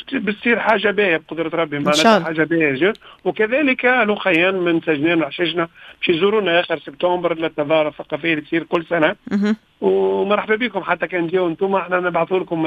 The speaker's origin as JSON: {"language": "Arabic", "country": "Tunisia", "moved": "yes", "lives_now": "Umbria, Italy"}